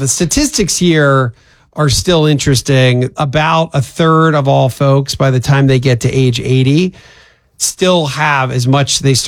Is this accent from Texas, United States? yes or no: no; Pennsylvania, United States; I'm from Pennsylvania, and there's a phrase that was very often said growing up, and this is more of a, for some reason, I think of this as a Pennsylvania thing.